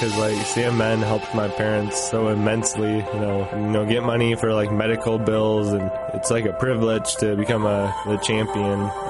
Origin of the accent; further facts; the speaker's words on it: Box Elder, South Dakota, United States; I come from Box Elder, which is a smaller town all up in itself.